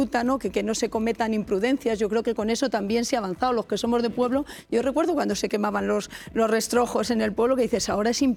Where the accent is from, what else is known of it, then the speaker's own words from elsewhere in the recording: Guadalajara, Castilla-La Mancha, Spain; yo soy de Guadalajara, hace una semana estábamos en Guadalajara